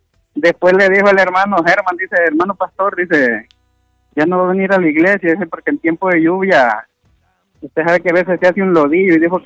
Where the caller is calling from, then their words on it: Comayagua, Honduras; aquí el kilómetro 129 entre Tablabéis y Guatepeque.